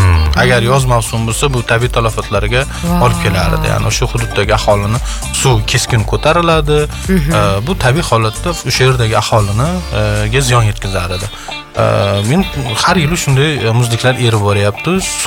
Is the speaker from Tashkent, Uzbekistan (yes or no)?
no; Andijan, Andijan Region, Uzbekistan; O'zim Andijondanman.